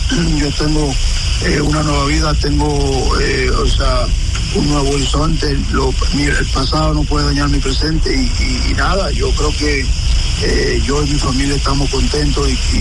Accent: Dominican Republic; todos nosotros como dominicanos, como yo

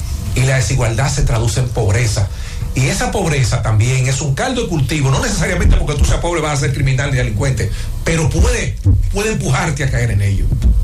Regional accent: Dominican Republic; Somos todos dominicanos.

